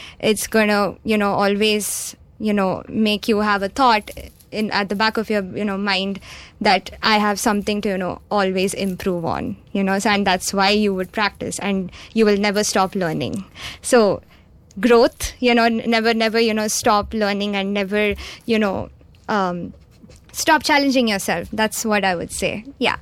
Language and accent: English; Mumbai, Maharashtra, India; From India. I grew up in Mumbai